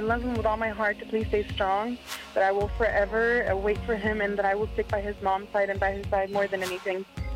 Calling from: Canby, Oregon, United States; I'm calling from Canby, Oregon.

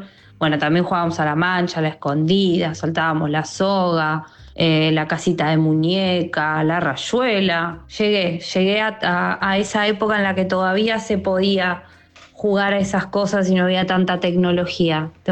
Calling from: Quilmes, Buenos Aires Province, Argentina; soy de Quilmes, tengo 28 años

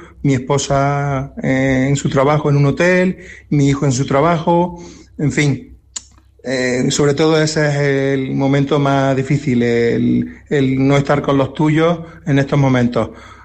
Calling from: Alhendín, Andalusia, Spain; os llamo desde Alendín, uno de los epicentros de este episodio de terremotos.

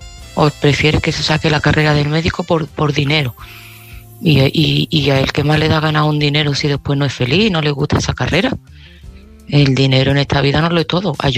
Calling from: Seville, Andalusia, Spain; de Sevilla

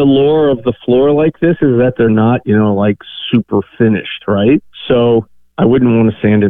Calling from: Hardwick, Massachusetts, United States; I'm calling from Hardwick, Massachusetts.

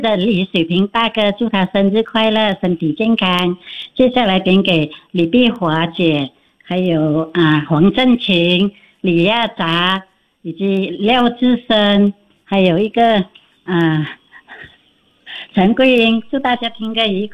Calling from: Weinan, Shaanxi, China; 我是来自渭南高烟的

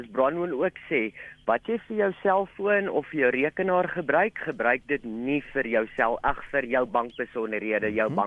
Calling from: Germiston, Gauteng, South Africa; Ek is van Jimiston in die Oosrand

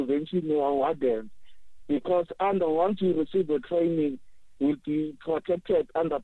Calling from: Mpumalanga, South Africa; I'm from Mpumalanga.

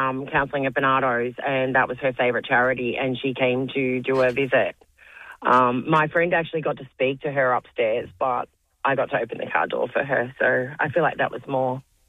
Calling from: Blue Haven, New South Wales, Australia; I'm at work in Sydney, but I live at Blue Haven.

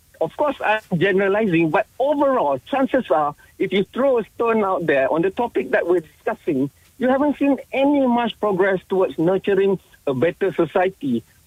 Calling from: Malaysia; I'm a Malaysian

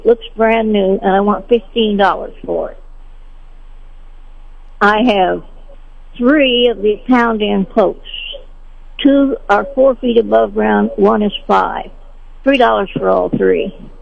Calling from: Sedalia, Missouri, United States; I'm calling from Sedalia.

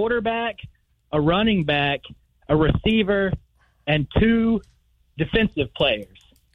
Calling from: Griffin, Georgia, United States; Hey, man, I'm in Griffin, not Eugene, Oregon.

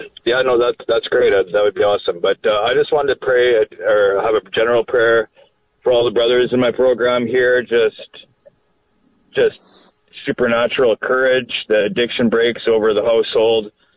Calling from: Steinbach, Manitoba, Canada; Oh, yeah. Well, we're calling from Steinbach, so.

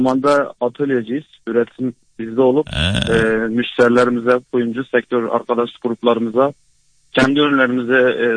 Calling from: Şanlıurfa, Turkey; Şanlıurfalıyım.

